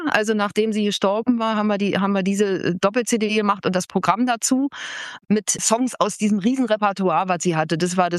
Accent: Buckow, Brandenburg, Germany; So, weil ich bin ja, wie gesagt, in Buku aufgewachsen.

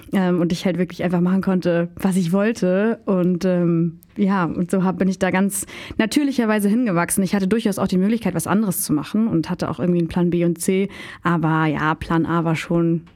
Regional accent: Bavaria, Germany; also ich bin in Bayern groß geworden

